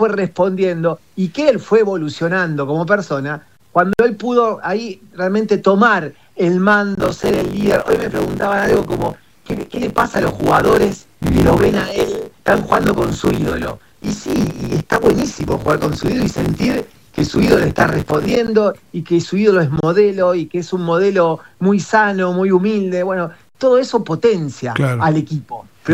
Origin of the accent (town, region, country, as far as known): Argentina